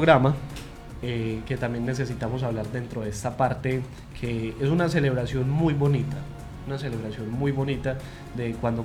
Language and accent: Spanish; Colombia; eso es una costumbre asiática muy bonita que debemos de aprender nosotros como colombianos.